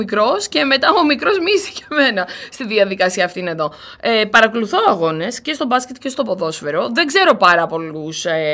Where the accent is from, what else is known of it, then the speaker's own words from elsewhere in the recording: Greece; Θα πρέπει λίγο να βάλουμε ως στόχο ως Έλληνες